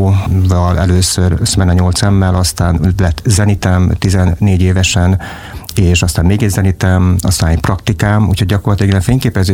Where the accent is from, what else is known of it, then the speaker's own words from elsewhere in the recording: Ajak, Szabolcs-Szatmár-Bereg, Hungary; Magyarul egy vizuális kultúrával átitatott népi hagyományrendszerben nőttem föl vidéken, Ajakon, ez Kisvárda mellett egy falu, akkor falu volt, most kisváros